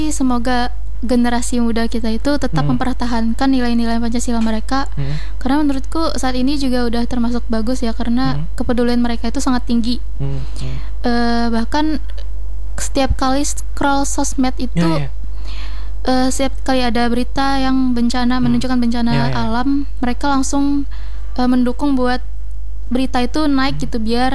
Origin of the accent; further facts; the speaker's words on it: Palangka Raya, Central Kalimantan, Indonesia; aku kan aslinya Palangka juga